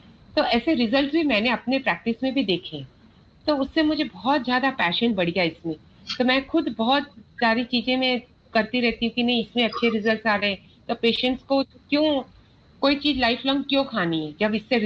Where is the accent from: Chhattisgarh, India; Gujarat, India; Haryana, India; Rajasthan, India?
Chhattisgarh, India; Raipur; मैं छत्तीसगढ़ रायपुर से हूँ